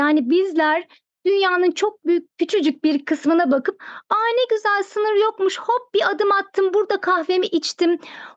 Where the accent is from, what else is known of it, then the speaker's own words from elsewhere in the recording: Thrace, Turkey; Ege'de yürüseydin, Trakya'da yürüseydin, ben Trakyalıyım.